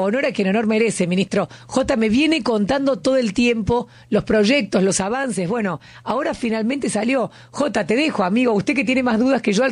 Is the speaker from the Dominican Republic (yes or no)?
no; Buenos Aires, Argentina; soy porteña